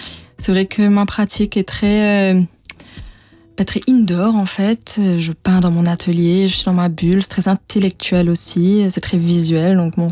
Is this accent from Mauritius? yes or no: yes; Tamarin, Black River, Mauritius; born or raised there